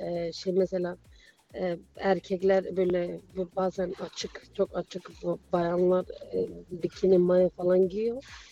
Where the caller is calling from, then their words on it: Frankfurt, Hesse, Germany; ben, Frankfurt'tan.